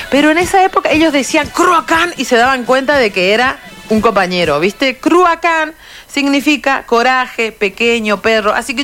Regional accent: Argentina

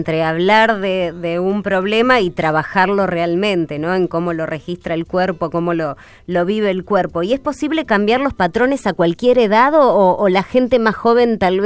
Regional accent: Argentina

